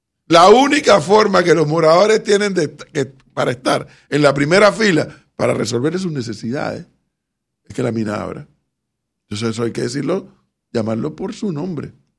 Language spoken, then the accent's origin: Spanish; Panama; me siento como un panameño más